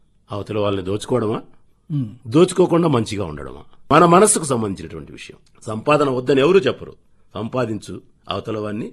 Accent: Vempalli, Andhra Pradesh, India; ఇప్పుడు ఊర్లో ఉన్నాము, ఒక పల్లె తీసుకున్నాం, మా పల్లె ఉంది వేంపల్లిలో. ఊర్లో ఉండేటువంటి వాళ్ళందరికీ నేను తెలుసుంటా. మాది అప్పుడు పెద్ద ఊరు, 10,000 మంది జనాభా ఉన్నారు నేను చిన్నప్పటికే, పెద్ద పంచాయతీ.

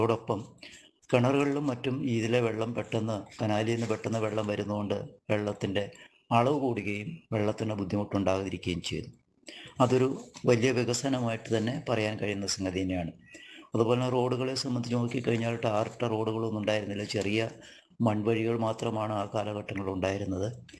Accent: Valakam, Kerala, India; born there

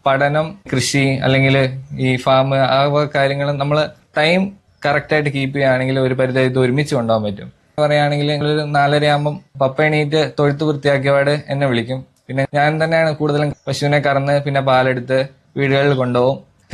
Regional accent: Kerala, India; born there; ഞാൻ 8-ാം ക്ലാസ് വരെ Kottoor little flower സ്കൂളിലാണ് പഠിച്ചത്.

